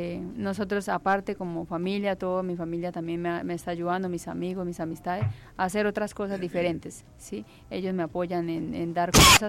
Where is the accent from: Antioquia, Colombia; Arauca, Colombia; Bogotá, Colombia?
Arauca, Colombia; Saravena; now in Villavicencio, Colombia